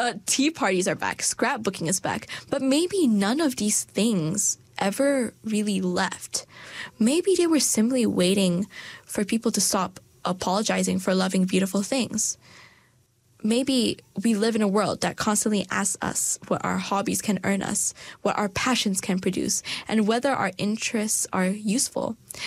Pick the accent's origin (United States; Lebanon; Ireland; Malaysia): Malaysia; now in New Zealand; when I moved from Malaysia to New Zealand, my Malaysian friends have already started their foundation at university